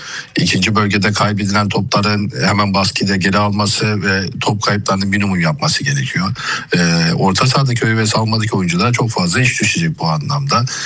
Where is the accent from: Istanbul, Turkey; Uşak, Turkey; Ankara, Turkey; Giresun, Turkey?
Giresun, Turkey; Bulancak; benim memleketim Bulancakspor